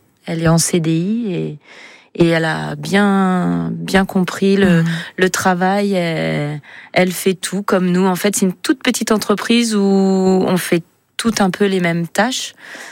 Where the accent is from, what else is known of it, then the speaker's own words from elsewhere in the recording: France; Moi, je suis française.